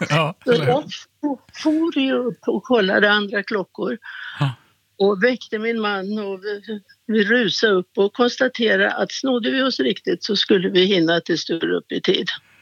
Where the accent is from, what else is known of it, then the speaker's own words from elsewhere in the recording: Uppland, Sweden; also born or lived in Gothenburg / Malmö / Kävlinge; Men jag är från Uppland, så att, även om jag är född i Göteborg. Så jag pratar inte skånska. Jag har bott i Malmö.